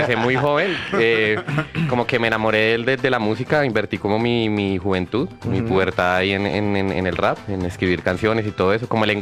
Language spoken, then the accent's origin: Spanish; Bogotá, Colombia; Yo soy de Kennedy.